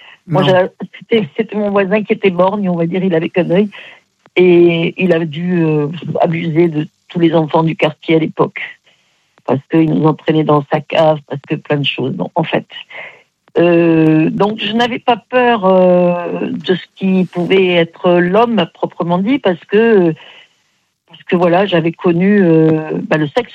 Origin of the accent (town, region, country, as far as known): Aix-en-Provence, Provence-Alpes-Côte d'Azur, France